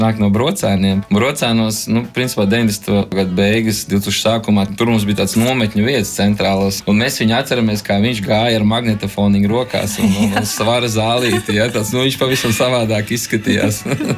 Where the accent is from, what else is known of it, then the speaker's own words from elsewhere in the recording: Riga, Latvia; es no Purciem